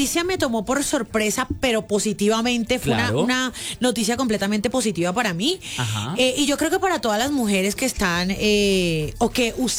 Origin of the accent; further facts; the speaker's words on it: Colombia; como todo colombiano y como aquí hay tanta vaina